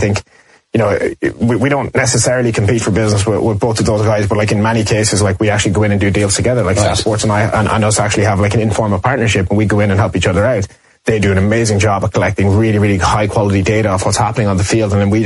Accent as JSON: {"language": "English", "country": "Ireland", "accent": "Irish"}